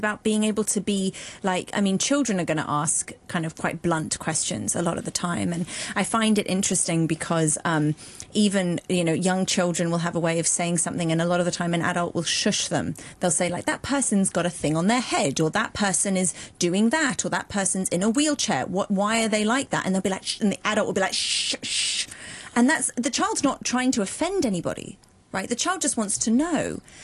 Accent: Hong Kong; what they learn in school is different to how I learned in school growing up in Hong Kong.

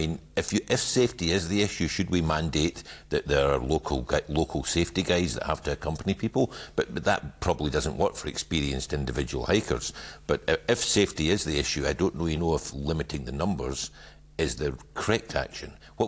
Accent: Scotland, United Kingdom; I mean, I'm from Scotland and folk hike all the time.

